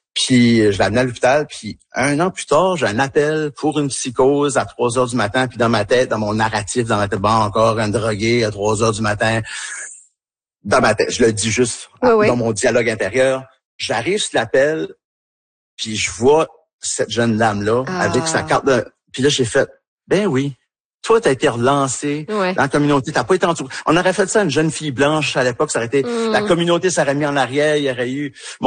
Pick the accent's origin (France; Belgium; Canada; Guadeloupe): Canada; Acadia; Non plus, quand on revendique en tant qu'Acadien sur la terre, non cédé.